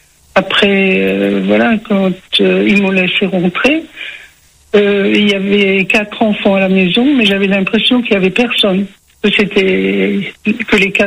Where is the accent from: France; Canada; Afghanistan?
France; Strasbourg, Grand Est; moved away; À la campagne, enfin, mais je suis originaire de Strasbourg